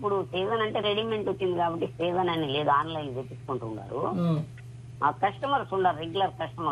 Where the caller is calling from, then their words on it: Nellore, Andhra Pradesh, India; నెల్లూరు నుంచి.